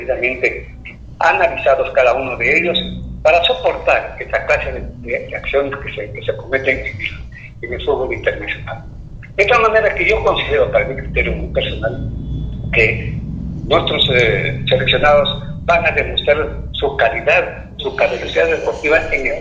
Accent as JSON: {"language": "Spanish", "country": "Ecuador", "said": "Como ecuatoriano, quiero y les deseo de todo corazón que el equipo nuestro salga por la parte."}